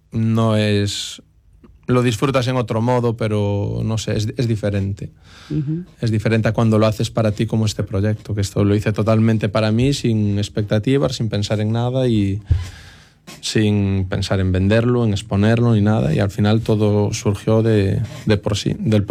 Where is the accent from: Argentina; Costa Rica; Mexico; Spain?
Spain; Verín, Galicia; yo soy de Verín